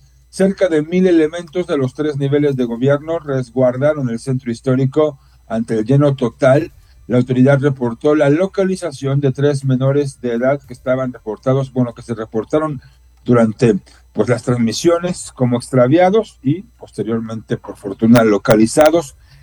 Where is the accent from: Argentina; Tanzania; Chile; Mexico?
Mexico